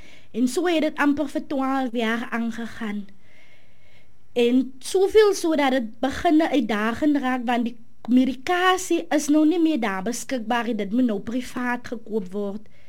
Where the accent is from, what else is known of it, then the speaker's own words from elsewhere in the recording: Oudtshoorn, Western Cape, South Africa; ek is een boerling van Oudtshoorn my hele leven lang. Ek het in die straat van Dysakort, soos hulle sê, daar by om een, die fishery.